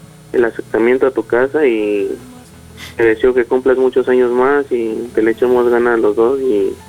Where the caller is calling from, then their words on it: Chimalhuacán, State of Mexico, Mexico; De aquí, de Chimalhuacán.